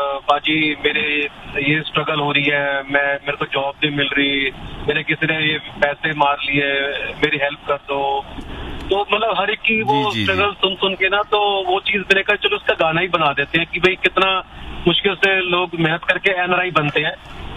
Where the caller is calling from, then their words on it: Canada; ਮੈਂ ਇੱਧਰ ਬੇਸਿਕਲੀ ਮੈਂ ਕੈਨੇਡਾ ਦਾ